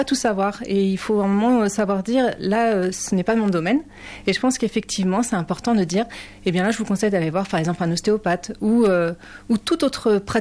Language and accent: French; Pays de la Loire, France; moved away as an adult; moi je suis originaire du Maine-et-Loire, j'avais mis le projet de côté.